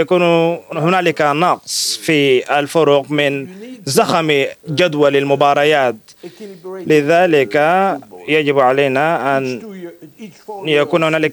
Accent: Tunisia; born there; أنا ولدت في أفريقيا، أنا ولدت في تونس،

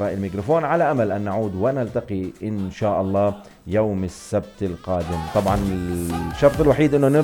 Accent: Egypt; انا مع مصر تحديدا انا زلمه صريح واضح كيف بقول، انا فرنساوي وانا مصري

